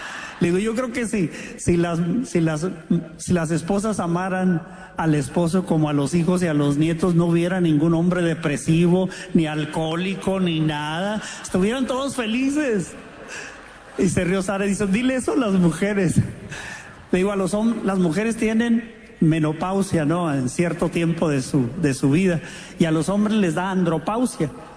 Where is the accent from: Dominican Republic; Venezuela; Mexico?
Mexico; como buen mexicano bromista